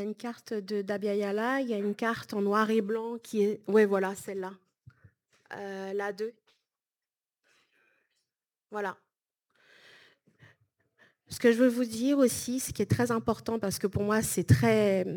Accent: French Guiana; moi qui suis du littoral, donc d'Awala Yalimapo tout en haut, le littoral jusqu'à Cayenne, c'est mon lieu où j'ai toujours habité et je sais très peu de l'intérieur au final.

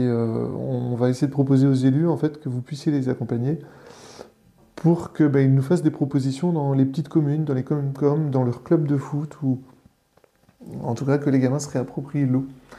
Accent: Brittany, France; je suis originaire du Pays de Fougères.

